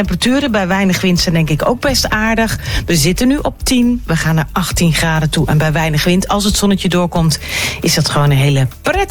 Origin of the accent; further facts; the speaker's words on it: Eindhoven, North Brabant, Netherlands; born there; Eindhoven